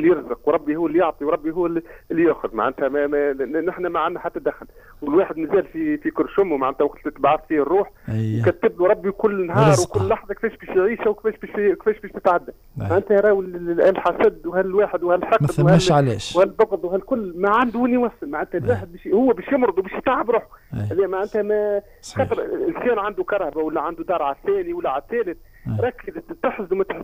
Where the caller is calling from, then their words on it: Moulares, Gafsa Governorate, Tunisia; من المراري.